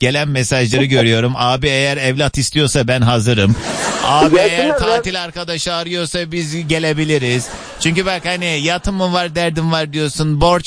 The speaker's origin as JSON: {"language": "Turkish", "region": "Kars", "country": "Turkey", "tie": "born or raised there", "said": "Kars'ın güzel memleketimin"}